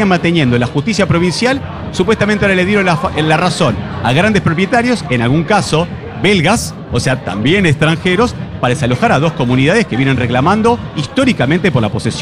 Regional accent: Argentina; como habitante de la Argentina

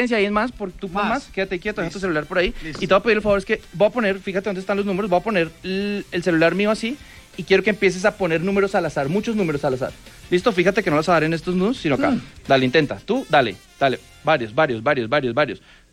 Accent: Bogotá, Colombia; Sí, yo soy de Bogotá.

